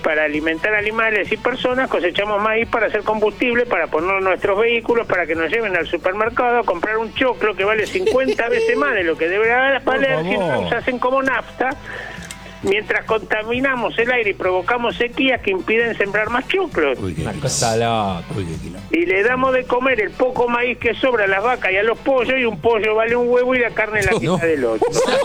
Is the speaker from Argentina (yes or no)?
yes; Argentina; somos argentinos, hinchamos por Argentina